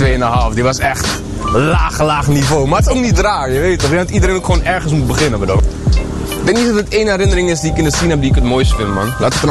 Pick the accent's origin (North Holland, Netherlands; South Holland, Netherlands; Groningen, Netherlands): South Holland, Netherlands; Waddinxveen; also born or lived in Portugal; Ik kom eigenlijk uit Waddinxveen. Ik ben toen daar ook verhuisd. Toen zijn we naar Portugal gegaan.